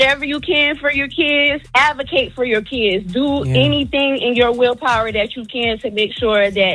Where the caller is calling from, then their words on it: Charleston, South Carolina, United States; I'm calling from Charleston.